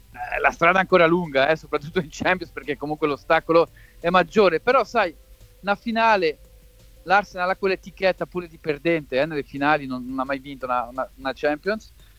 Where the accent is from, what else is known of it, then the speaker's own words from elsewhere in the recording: Geneva, Switzerland; io sono cresciuto a Ginevra